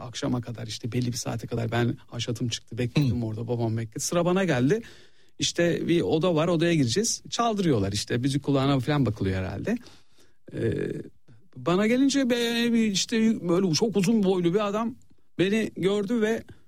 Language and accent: Turkish; Istanbul, Turkey; born there; İstanbul, Üsküdar doğumluyum ben. Babam annem orada doğmuşlar, büyümüşler, sonra belli yaşlarda gelmişler büyük şehirlere.